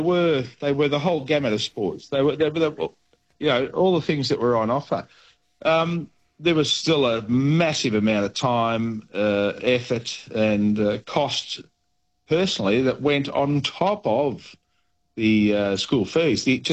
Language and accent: English; Victoria, Australia; I grew up in the Mallee, and I've sent my kids to a private school purely because I wanted them to have all the opportunities I didn't have